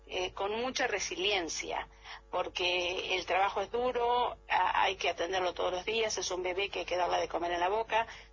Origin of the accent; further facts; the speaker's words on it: Trenque Lauquen, Buenos Aires Province, Argentina; Yo soy de Trenquelauquen, que sí. en la provincia de Buenos Aires, y un pueblito más chiquito que se llama América, Rivadavia.